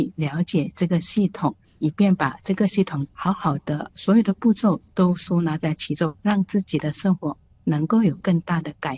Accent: Singapore

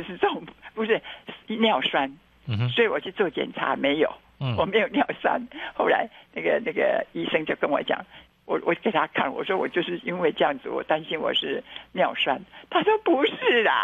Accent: Taiwan; 身为台湾人我们以台湾为荣

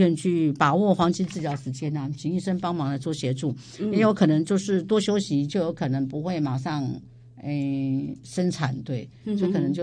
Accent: Taiwan; 因为我们台湾人比较保守嘛

